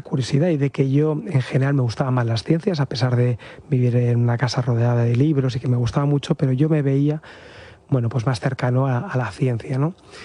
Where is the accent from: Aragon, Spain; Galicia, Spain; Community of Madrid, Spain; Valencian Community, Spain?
Community of Madrid, Spain; Madrid; yo nací en Madrid, mi familia, desde que nacimos mi hermano y yo, vivimos en Madrid. Lo que pasa es que vivimos a las afueras, en una urbanización, pues donde pues había, tanto en la casa donde vivíamos, un poquito de jardín, zonas comunes, como alrededor, pues había bastante campo